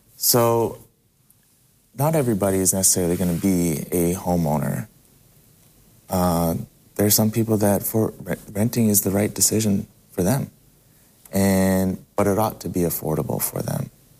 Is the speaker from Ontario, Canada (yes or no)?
no; Montreal, Quebec, Canada; So actually, I grew up in Montreal, Canada.